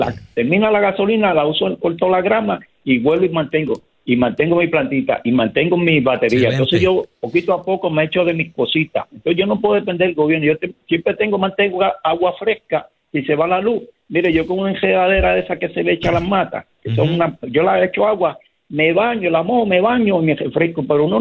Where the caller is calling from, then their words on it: Bayamón, Puerto Rico; Bayamón, yo soy de Bayamón, a mí nunca ha salido el agua aquí